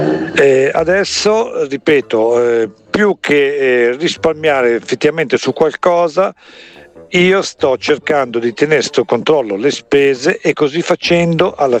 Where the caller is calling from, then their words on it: Vigevano, Lombardy, Italy; da Vigevano.